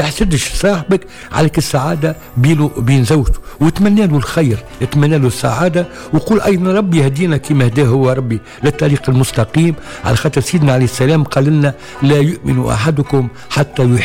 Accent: Tunisia

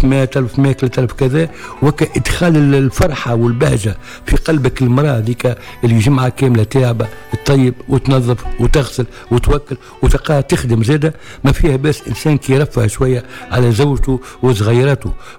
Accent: Tunisia

